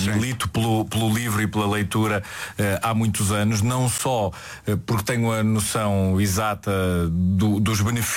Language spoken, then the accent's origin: Portuguese; Porto, Norte, Portugal; nós que somos do Porto